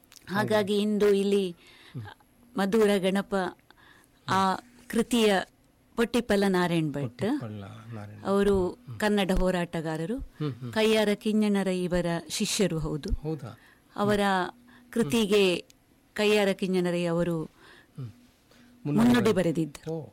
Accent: Kasaragod, Kerala, India; Nellikatte, ಚೂರಿಪಳ್ಳದ

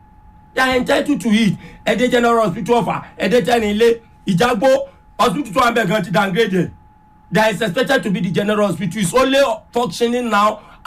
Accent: Kwara, Nigeria; At times I find it difficult to say I'm from Kwara State.

